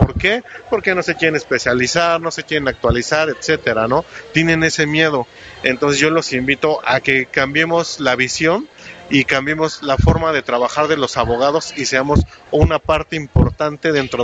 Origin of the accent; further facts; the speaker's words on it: State of Mexico, Mexico; yo soy del Estado de México.